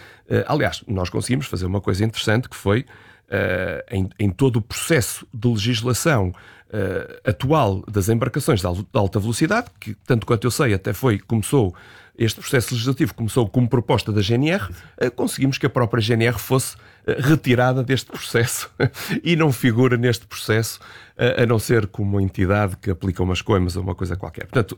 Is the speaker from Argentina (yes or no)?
no; Minho, Portugal; Eu recordo-me, eu sou do Minho, eu recordo-me das histórias dos contrabandistas